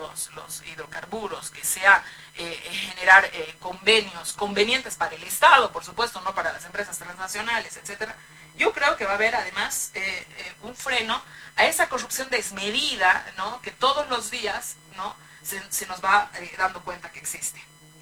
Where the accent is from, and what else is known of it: Bolivia